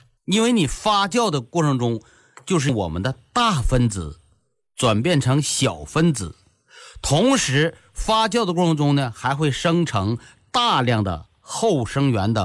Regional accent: Northeast China, China; accent: Northeastern Mandarin; 那他们把咱们这给老百姓的福利给用咱们东北话说给截胡了

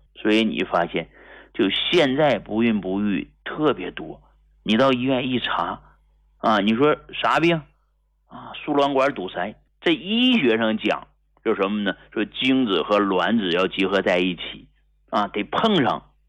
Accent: Hegang, Heilongjiang, China; 我是从农村走出来的中医大夫，一个土生土长的农民的儿子啊，从黑龙江鹤岗农村走出来的一个平民医者

